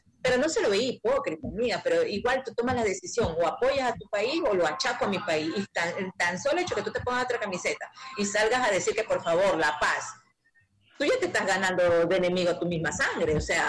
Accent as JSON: {"language": "Spanish", "country": "Ecuador", "said": "yo soy ecuatoriana"}